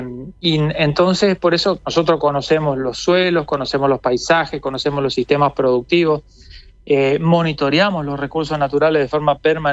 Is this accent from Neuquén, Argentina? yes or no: no; Corrientes, Argentina